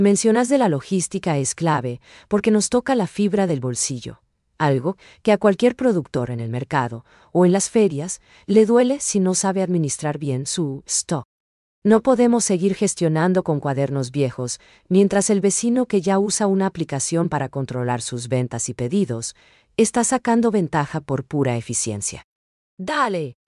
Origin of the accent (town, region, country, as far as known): Paraguay